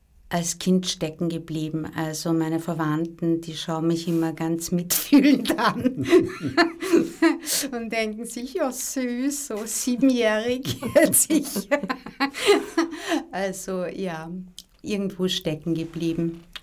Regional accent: Vienna, Austria; also born or lived in Slovakia; weil ich mich schon sehr als Europäerin fühle und als Wienerin.

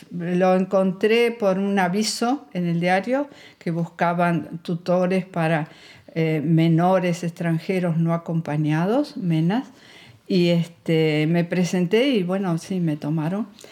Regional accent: Argentina; moved away as an adult; now in Belgium; yo soy argentina, soy abogada y llegué a Bélgica en el año 2000 con mi marido, que tenía un trabajo en la Comisión Europea.

